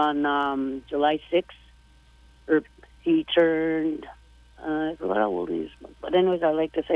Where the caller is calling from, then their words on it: Easterville, Manitoba, Canada